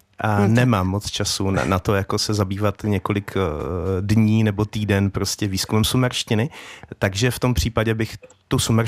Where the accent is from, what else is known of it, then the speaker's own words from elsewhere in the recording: Moravian-Silesian Region, Czechia; jak se říká u nás na Bruntásku, strašnou čočku